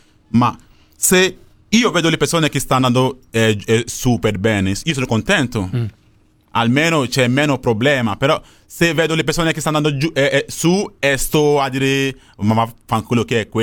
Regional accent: Nigeria; Italian is a second language; now in Italy; nel mio paese Nigeria

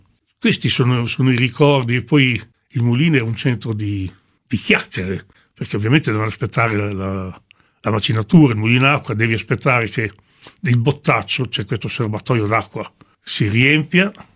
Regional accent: Modena, Emilia-Romagna, Italy; quando si ballava da ragazzini a Modena dicevamo andiamo a tangare, si ballava il tango all'italiana

